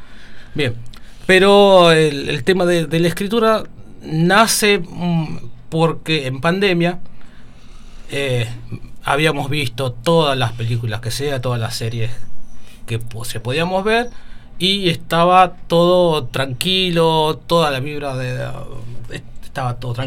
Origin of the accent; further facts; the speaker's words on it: La Ferrere, Buenos Aires Province, Argentina; Ah, bueno … soy de La Ferrere, de La Matanza, y Me autotitulo escritor